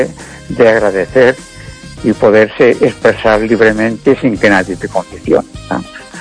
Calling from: A Coruña, Galicia, Spain; de Coruña.

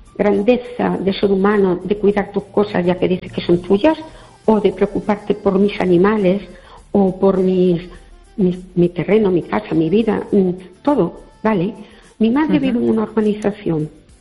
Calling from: Fene, Galicia, Spain

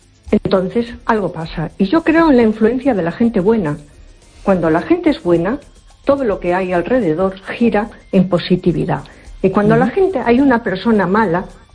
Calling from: A Coruña, Galicia, Spain; No, buenas noches … de Coruña.

